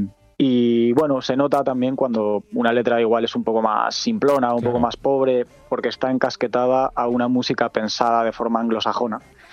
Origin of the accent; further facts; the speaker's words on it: Santander, Cantabria, Spain; Sí, yo soy de allí, soy de Santander, soy cantautor.